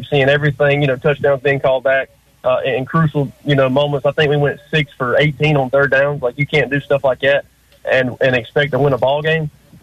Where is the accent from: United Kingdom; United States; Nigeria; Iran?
United States; Spartanburg, South Carolina; I'm actually from Spartanburg, so I hope that guy likes driving too.